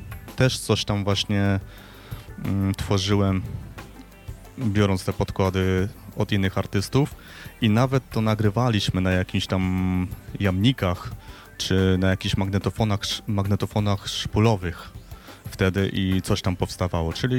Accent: Silesian Voivodeship, Poland; bo ja pochodzę ze Śląska

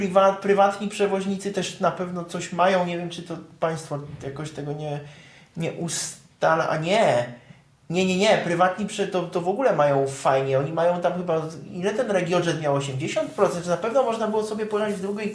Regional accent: Czechia; Polish is a second language; u nas w Czechach

